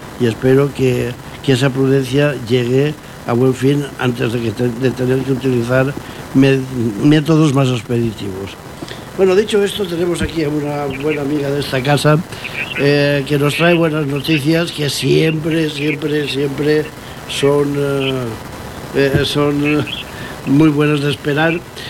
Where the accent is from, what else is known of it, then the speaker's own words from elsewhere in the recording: Spain; Todos somos españoles